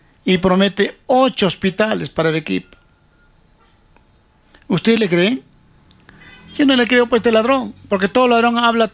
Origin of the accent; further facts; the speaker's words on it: Chupaca, Junín, Peru; fuera de mi tierra. Chupaca